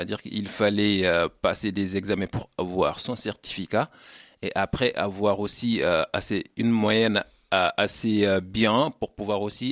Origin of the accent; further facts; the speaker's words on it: Mbour, Thiès, Senegal; moved away as an adult; also born or lived in Dakar, Senegal; now in France; j'ai encore ma maman au Sénégal, dans la commune de Mbour. Donc c'est là où j'ai grandi, c'est là où aussi j'ai passé ma scolarité.